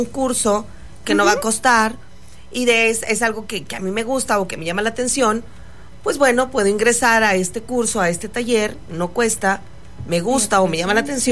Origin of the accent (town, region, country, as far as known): Mexico